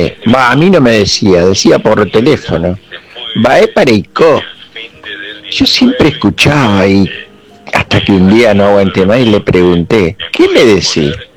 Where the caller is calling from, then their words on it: General Rodríguez, Buenos Aires Province, Argentina; de General Rodríguez.